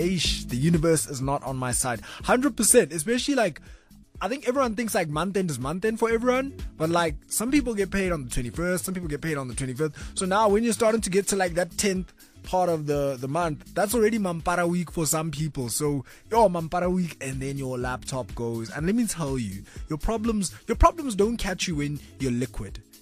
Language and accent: English; East London, Eastern Cape, South Africa; moved away; my hometown, EL, Slumtown in the Hizal